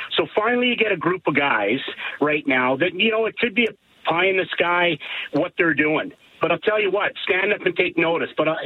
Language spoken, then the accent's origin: English; Canada; I'm a Canadian. I love Canada.